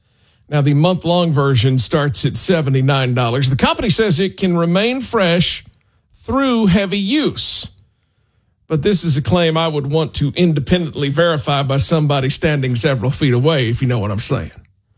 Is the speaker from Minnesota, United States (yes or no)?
no; Texas, United States; I'm a Texan.